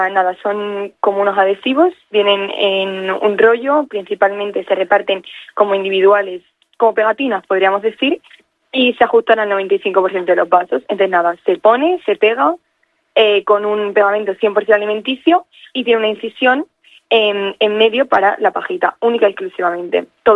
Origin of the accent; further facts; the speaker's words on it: Extremadura, Spain; para mí, como extremeña y como aceuteña